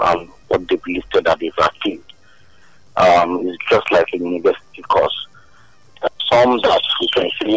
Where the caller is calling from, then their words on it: Abuja, Federal Capital Territory, Nigeria; I'm calling from Abuja.